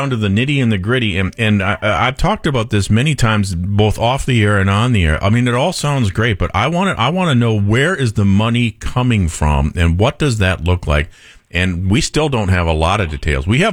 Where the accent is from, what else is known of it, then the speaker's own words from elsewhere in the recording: Minneapolis, Minnesota, United States; now in Sacramento, United States; And I know this because I grew up in the Twin Cities, and they have four major league teams, and they have a ton of corporate sponsorship there